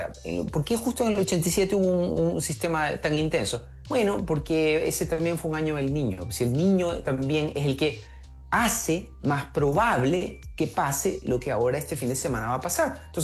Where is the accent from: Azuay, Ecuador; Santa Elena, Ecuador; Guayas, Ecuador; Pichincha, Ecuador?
Guayas, Ecuador; Guayaquil; moved away as an adult; yo soy de Guayaquil, de Ecuador. Cuando yo vivía ahí hace largos 25 años, tú tenías 31, 32 grados. Eso era el clima de mi ciudad, Guayaquil.